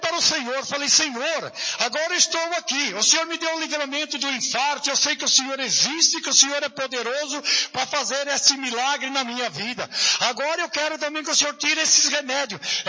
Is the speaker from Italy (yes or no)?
no; Jundiaí, São Paulo, Brazil; Eu sou lá da cidade de Jundiaí.